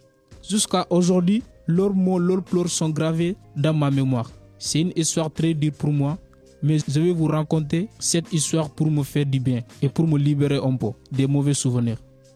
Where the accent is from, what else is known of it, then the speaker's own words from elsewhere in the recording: Gambia; French is a second language; now in France; Je viens de Gambie et j'ai 16 ans.